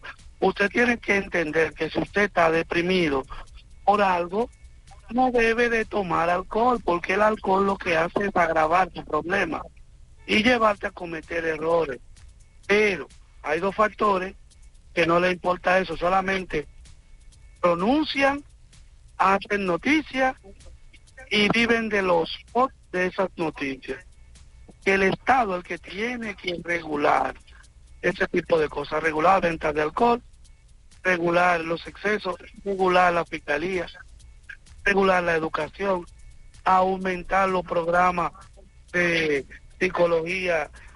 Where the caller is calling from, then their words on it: Santo Domingo Este, Santo Domingo, Dominican Republic; yo vengo de un barrio de Los Minas.